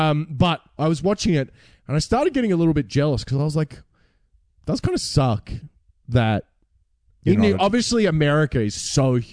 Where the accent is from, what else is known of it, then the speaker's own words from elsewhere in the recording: Tasmania, Australia; I think, because I'm from Tassie